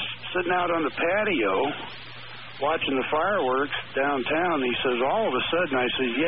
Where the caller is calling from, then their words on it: Pahrump, Nevada, United States; I'm at Game Bird in Pahrump Valley.